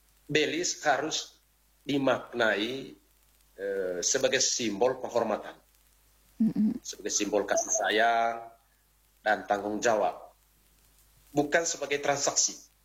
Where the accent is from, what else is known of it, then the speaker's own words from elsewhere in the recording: East Nusa Tenggara, Indonesia; apa istilahnya kita orang Manggarai ini